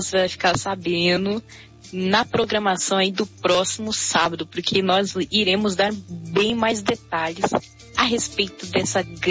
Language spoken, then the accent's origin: Portuguese; Curitiba, Paraná, Brazil; para nós aqui também, né, incluindo eu, né, que somos aqui de Curitiba, também das regiões metropolitanas aqui da Grande Curitiba aqui